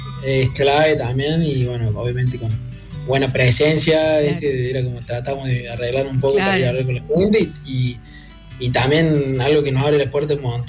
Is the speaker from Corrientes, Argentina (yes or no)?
no; Córdoba, Argentina; Era como, pero ¿de dónde vienen? De Argentina, de Córdoba.